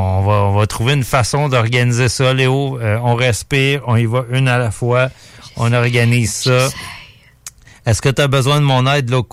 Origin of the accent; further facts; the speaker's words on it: Quebec, Canada; Fait que c'est pour ça qu'on est des Québécois tabarnakos.